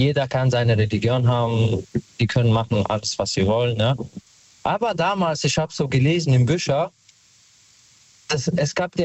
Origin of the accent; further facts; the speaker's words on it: Wiesbaden, Hesse, Germany; Weil sie kommt aus Syrien. Ich komme aus Wiesbaden.